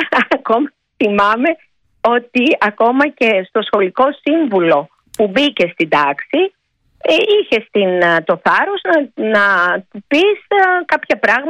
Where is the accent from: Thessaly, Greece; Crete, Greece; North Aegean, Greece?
North Aegean, Greece; Antissa; moved away; Γιατί εγώ δεν ήμουνα τέτοιο παιδί. Εγώ ήμουνα παιδί που άρχισε να ζητάει αυτό που θέλει αφού έφυγα από την Άντισσα.